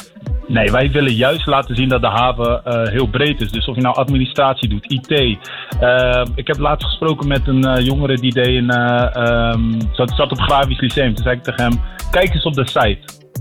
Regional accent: Rotterdam, South Holland, Netherlands; En ik ben zelf opgegroeid in Delfshaven.

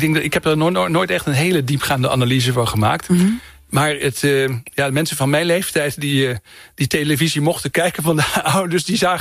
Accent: Groningen, Netherlands; Want ik kom uit Oost-Groningen.

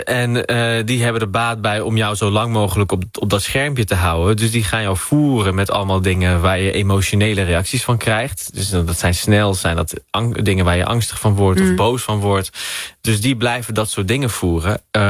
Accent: Netherlands; Toen denk ik, ja, maar ik ben ook Marokkaans.

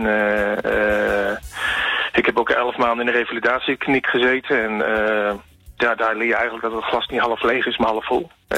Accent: Utrecht, Netherlands; now in Limburg, Netherlands; Nee, ik ben geboren en getogen in Utrecht.

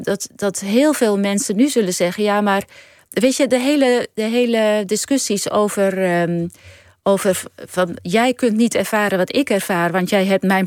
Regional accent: Netherlands; born there; dat ik als Nederlandse geboren vrouw niet kan weten hoe het is voor een Indiaanse vrouw

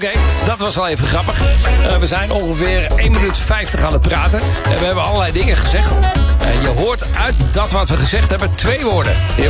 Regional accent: Amsterdam, North Holland, Netherlands; een van mijn oude buurmeisjes in Amsterdam-West, waar ik opgegroeid ben.

